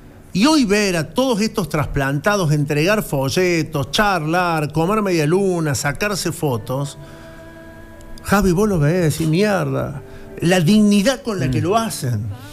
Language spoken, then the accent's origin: Spanish; Argentina; esos más de 40 millones que somos los argentinos?